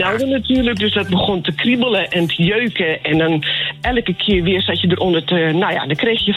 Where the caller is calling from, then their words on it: Julianadorp, North Holland, Netherlands; Ik woon in Julianadorp.